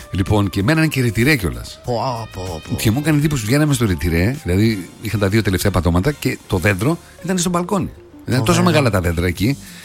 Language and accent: Greek; Attica, Greece; Στη γειτονιά μου σίγουρα εκεί μεγάλωσα και γεννήθηκα στο Ποσειδόνιο.